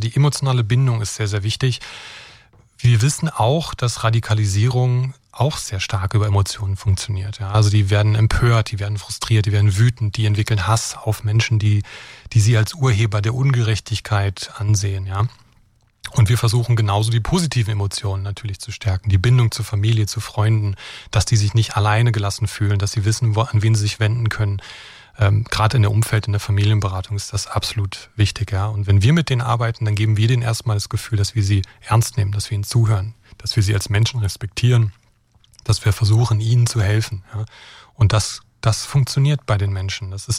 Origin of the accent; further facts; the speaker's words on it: Brandenburg, Germany; Ich muss dazu sagen, ich bin in Brandenburg geboren und aufgewachsen